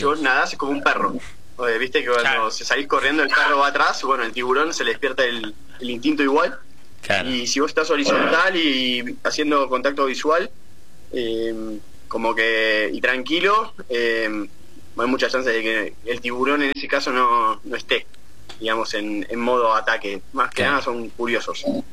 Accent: Argentina; somos argentinos y civiles

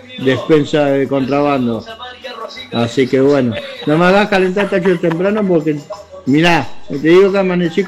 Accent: Argentina; el barrio que yo me crié, que es en Villa Cordovita.

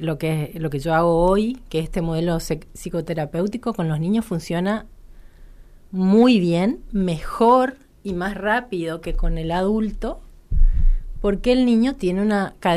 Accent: Eldorado, Misiones, Argentina; Yo soy de El Dorado

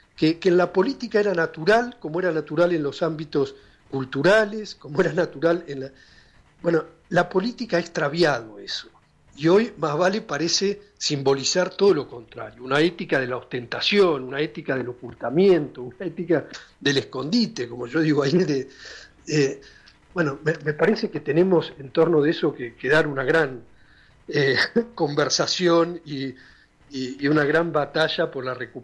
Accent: La Plata, Buenos Aires Province, Argentina; Yo soy de La Plata

